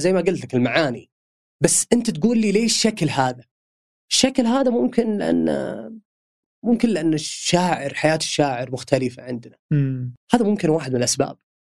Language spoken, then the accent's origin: Arabic; Saudi Arabia; عندنا في السعودية